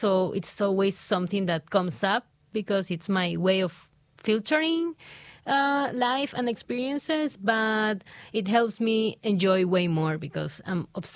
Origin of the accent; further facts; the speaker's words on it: Ecuador; English is a second language; now in Budapest, Hungary; Budapest is kind of a silent in comparison with my hometown, silent city. So it's not that you listen to music everywhere. In Ecuador, sometimes you can find a speaker in the toilet.